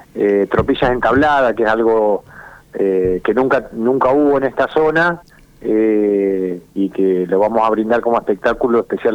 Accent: Argentina

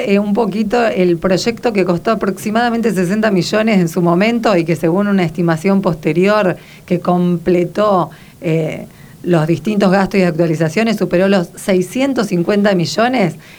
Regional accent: Santa Fe, Argentina

